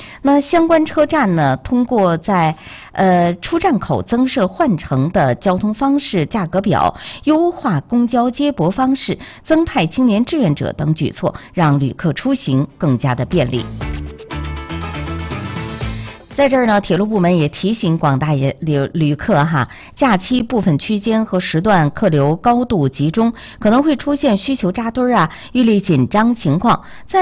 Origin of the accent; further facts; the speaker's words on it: Jinzhou, Liaoning, China; 当然在我们家乡锦州这边土地上听到我们的节目呢，我会觉得咱们呢彼此呢离得更近是吧